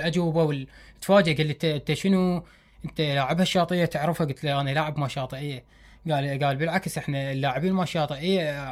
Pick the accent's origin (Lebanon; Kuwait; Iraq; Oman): Iraq; عندنا بالبصرة نادي مثلا، وببغداد نادي، وبالفرات الأوسط 4 أندية